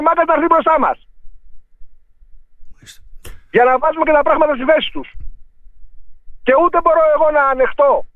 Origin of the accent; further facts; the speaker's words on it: Crete, Greece; εγώ κύριε Κυριακάκη, όπως ξέρετε, κατάγομαι από την Κρήτη.